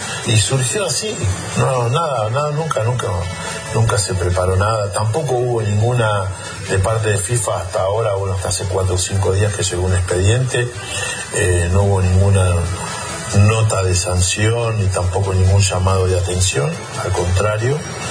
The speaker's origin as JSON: {"language": "Spanish", "country": "Argentina", "said": "y yo también, porque somos argentinos, y porque estamos orgullosos."}